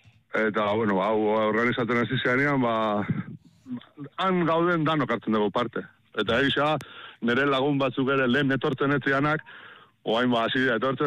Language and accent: Basque; Mendaro, Basque Country, Spain; Bueno, bai, ni Mendarokoa naiz, baina nire ama zan auzo hortakoa.